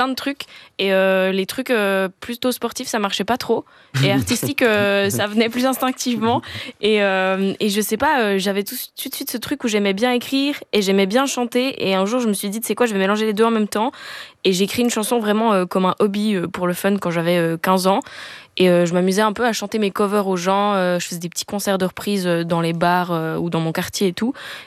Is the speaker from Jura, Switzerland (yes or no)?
no; Lausanne, Vaud, Switzerland; Ouais, je suis de Lausanne, je suis en Suisse. Du coup, je dis un bachelor.